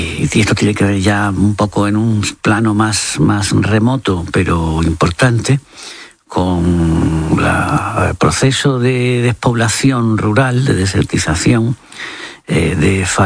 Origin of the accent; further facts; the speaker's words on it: Andalusia, Spain; Yo he crecido en la Vega de Carmona, un territorio donde hay mucho cereal y trigo y tal.